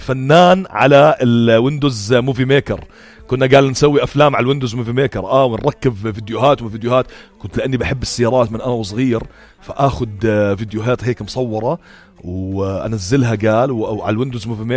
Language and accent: Arabic; Amman, Amman Governorate, Jordan; شفت كل اشي بعمان البسيطة وطفولتي كانت جزء كبير منها انزل فيه نحب انا اولاد الحاره عندنا كل مثلا يوم خميس وجمعه ننزل على وسط البلد